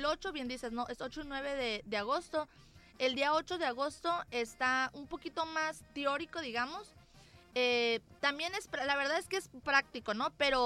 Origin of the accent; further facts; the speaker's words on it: Mexico; Como ciudadanos, como mexicanos